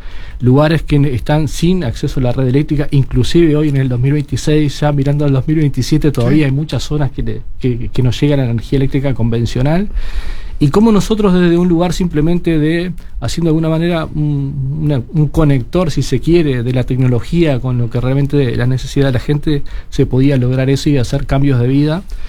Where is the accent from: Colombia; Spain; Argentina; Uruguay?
Uruguay; Minas, Lavalleja; Bueno, nací en la ciudad de Minas, La Valleja, un viernes 13 del 79.